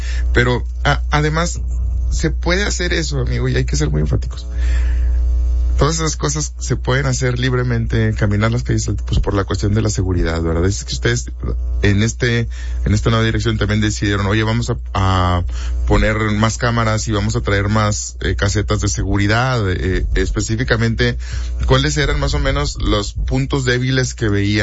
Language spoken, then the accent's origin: Spanish; Saltillo, Coahuila, Mexico; la gente que somos de Saltillo, la gente en general que somos de Coahuila